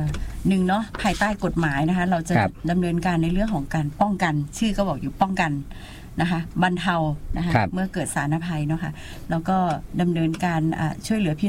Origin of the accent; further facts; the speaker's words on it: Ubon Ratchathani, Thailand; ก็เป็นคนอุบลค่ะรักอุบลค่ะ